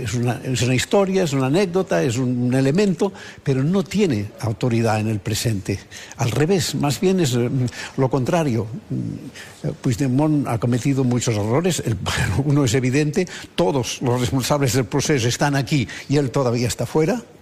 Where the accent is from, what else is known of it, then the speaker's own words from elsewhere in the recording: Catalonia, Spain; Yo soy ciudadano de España, pero catalán, que es distinto, pero bueno.